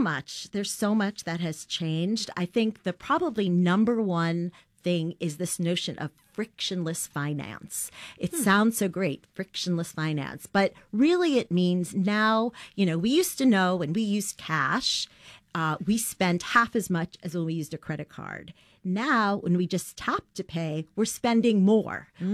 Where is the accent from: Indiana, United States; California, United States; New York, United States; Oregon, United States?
New York, United States; New York City; I've been to about 35 New York City high schools, a lot of them in Queens, my hometown.